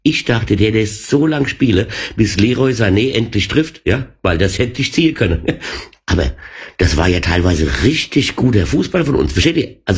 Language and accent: German; Mainz, Rhineland-Palatinate, Germany; Aber, Herr Nagelsmann, beim nächsten Spiel will ich als Mainzer auch den Nadim Amiri sehen